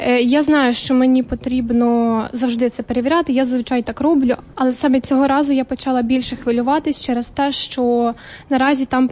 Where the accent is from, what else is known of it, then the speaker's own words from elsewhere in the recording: Vinnytsia Oblast, Ukraine; Я з Вінницької області, проте зараз переживаю у Вінниці.